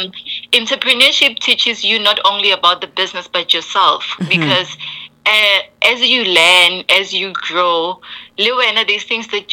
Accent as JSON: {"language": "English", "town": "Rustenburg", "region": "North West", "country": "South Africa", "tie": "born there", "said": "before becoming the founder of Neo Ente Media, is just the girl who is born from Kopukeng. Pukeng is a small town in Rustenburg."}